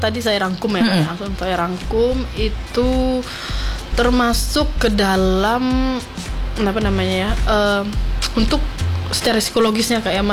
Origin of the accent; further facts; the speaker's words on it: Padang, West Sumatra, Indonesia; sebagai orang Padang